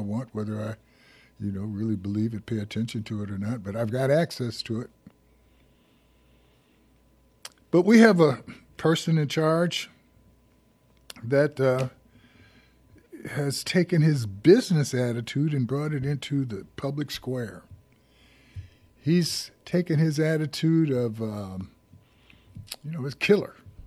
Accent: United States; since I'm in America, and I'm an American

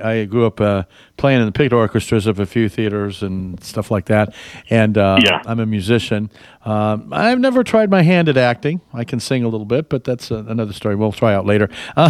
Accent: Yucaipa, California, United States; I'm from Yucaipa, and we have the Yucaipa Performing Arts Center.

